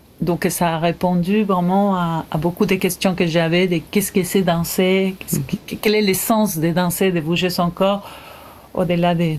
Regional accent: Entre Ríos, Argentina; born or raised there; also born or lived in Córdoba

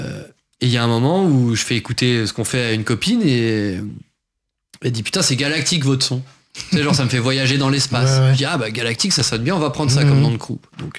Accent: Hauts-de-France, France; Bah quand même, oui, les Ast Techno, moi je viens de l'Oise à la base, je suis Picard.

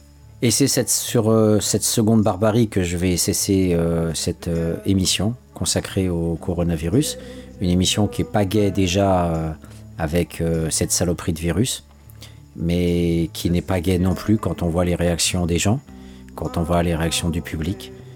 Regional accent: France; On est français, donc on fera ça.

